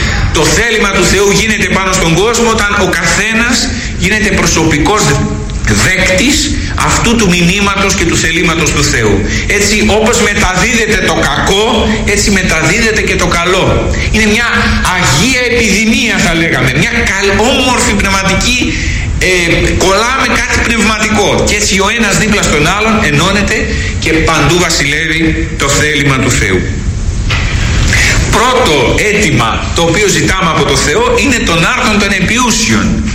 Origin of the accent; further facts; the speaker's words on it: Greece; μετράμε πια σαν Έλληνες